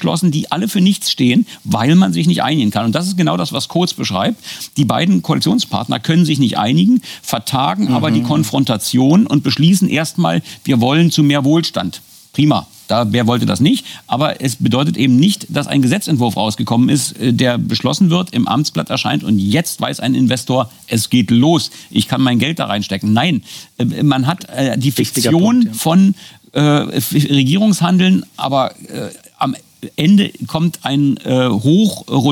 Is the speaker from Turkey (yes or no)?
no; East Germany, Germany; born there; komme ich als gebürtiger Ossi